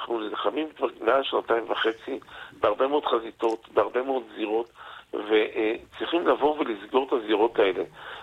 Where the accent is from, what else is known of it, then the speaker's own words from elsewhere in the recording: the Krayot, Haifa District, Israel; אני גם גדלתי בקריות